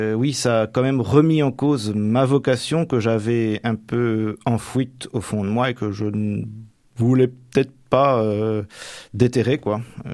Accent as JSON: {"language": "French", "region": "Normandy", "country": "France", "tie": "born or raised there", "said": "je suis vraiment originaire de la Manche, même si je suis originaire du Nord-Manche, mais ma région natale, le Val-de-Serre, on se rend compte qu'il y a la terre et la mer. Quand moi, j'habitais Quétou, j'étais dans le monde rural"}